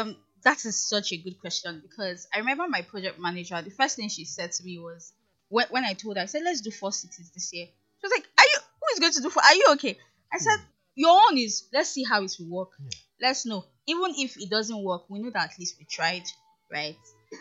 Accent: Igbo, Igboland, Nigeria; I'm Igbo now. Igbo. Yes, I'm from Igbo.

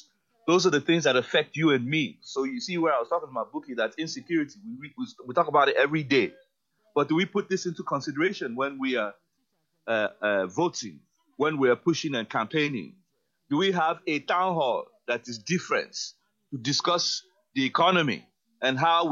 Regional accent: Eastern Nigeria, Nigeria; I'm from the East, right?

